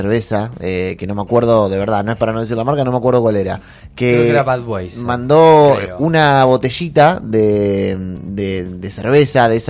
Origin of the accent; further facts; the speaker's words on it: Argentina; Nosotros como argentinos